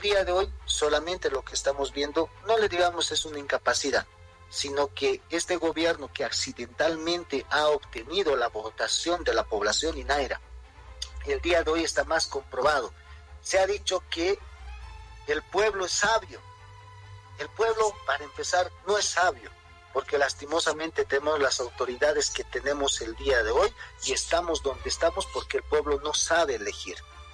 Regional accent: La Paz, Bolivia; estamos nosotros como sociedad paceña y alteña

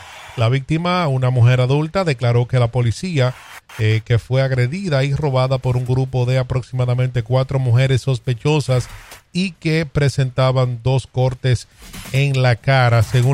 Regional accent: Licey al Medio, Santiago, Dominican Republic; now in Providence, United States; allá de donde yo soy, en el campo, en Licey, Las Palomas

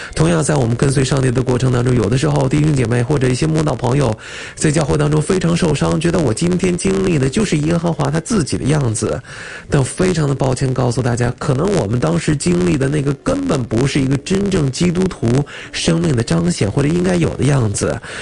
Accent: China; 作为一个中国人

